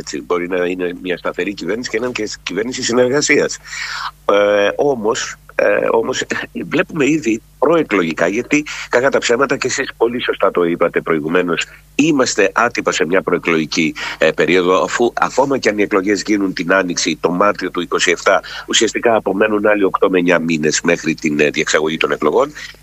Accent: Greece; εμείς που είμαστε Έλληνες

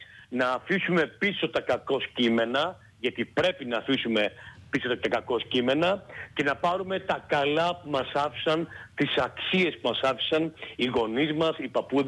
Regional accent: Crete, Greece; Γιατί είμαι Έλληνας? Γιατί είμαι κριτικός?

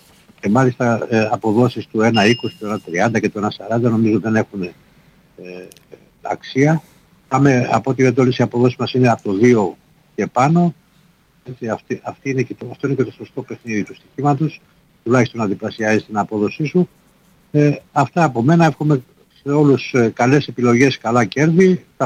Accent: Drama, Eastern Macedonia and Thrace, Greece; επειδή είμαι Μακεδόνας, είμαι από το Δράμα

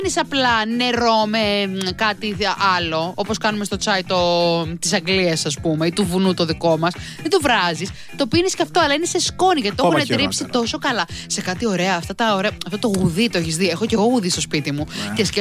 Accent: Amarynthos, Central Greece, Greece

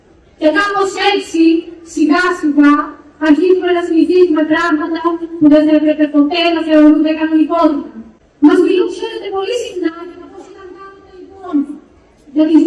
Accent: Kozani, Western Macedonia, Greece; είμαι 16 χρονών, γεννήθηκα και εδώ στην Κοζάνη. Σήμερα στέκομαι εδώ ως μαθήτρια, ως ένα παιδί αυτής της πόλης.

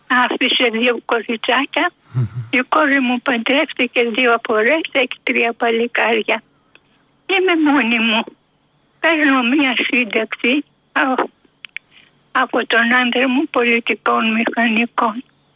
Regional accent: Karditsa, Thessaly, Greece; Να πάω στην πατρίδα μου, στην Καρδίτσα, να φύγω από εκεί. Που είναι εκεί οι γονείς μου, να πάω στα αδέλφια μου.

